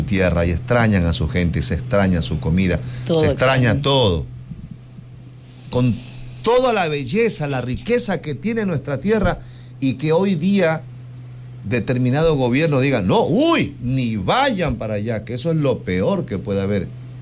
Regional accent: Ecuador; Y ahí también estamos nosotros los ecuatorianos.

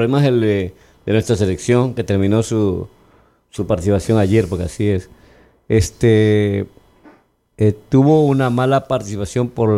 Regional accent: Portoviejo, Manabí, Ecuador; born there; now in Manta, Ecuador; yo soy de Puerto Viejo, nací allá, me vine a vivir a Camanta.

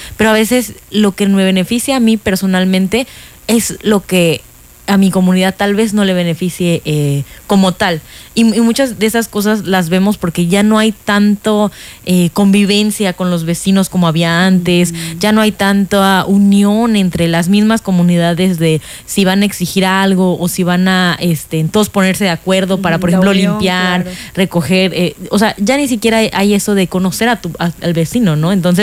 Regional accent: Mexico

